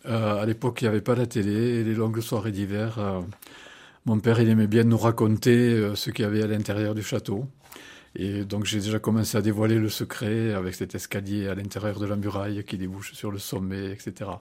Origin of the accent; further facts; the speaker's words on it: Carcassonne, Occitanie, France; also born or lived in Toulouse; now in Cascastel-des-Corbières, France; Je suis né à la maternité au bout du Pont Vieux, à Carcassonne, et j'ai été baptisé à Notre-Dame de la Santé. Ensuite, donc, mon père était viticulteur à Cascastel. Et j'ai fait mon enseignement secondaire à Carcassonne, d'abord à l'abbaye, ensuite à Stanislas, ensuite à la fac de droit à Toulouse